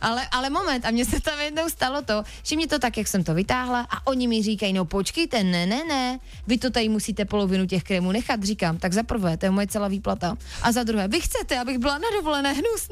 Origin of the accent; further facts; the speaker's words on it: Brno, South Moravian Region, Czechia; Blbá informace pro nás Brňáky je, že v Brně to není, takže furt si to budete vytahovat a furt to budete dávat do těch pytlíčků, i když nevíte proč.